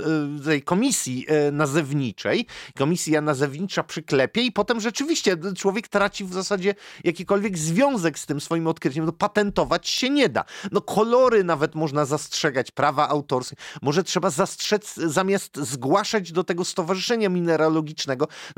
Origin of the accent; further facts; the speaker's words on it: Poznań, Greater Poland Voivodeship, Poland; Jako poznaniak to ja zawsze chcę mieć wszystko wykalkulowane